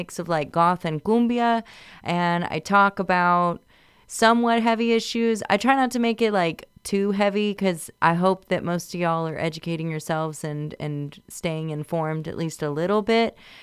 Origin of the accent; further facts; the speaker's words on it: San Antonio, Texas, United States; moved away; being that I'm from Texas, which I said earlier, San Antonio, to be exact, the land of the covers